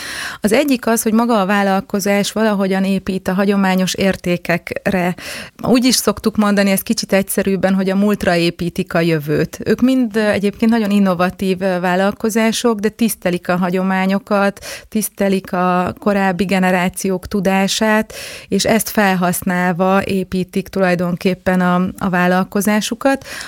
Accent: Heves, Hungary; moved away; Én vidéken, falun nőttem föl, Heves megyében, egy kis faluban

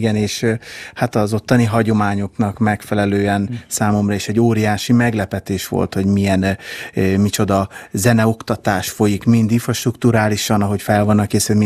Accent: Békéscsaba, Békés, Hungary; Én Békés Csabáról jöttem. Ott végeztem a szakközépiskolát

